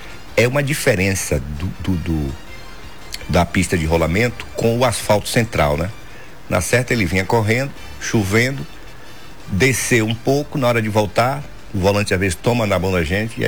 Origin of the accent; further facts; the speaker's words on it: Nova Soure, Bahia, Brazil; vou representar minha amada Nova Soure, minha terra maravilhosa.